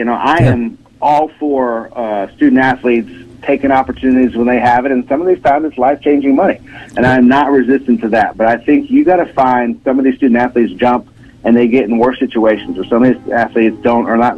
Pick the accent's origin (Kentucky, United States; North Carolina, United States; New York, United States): Kentucky, United States; Lexington; I grew up in Lexington, Kentucky, where I played many sports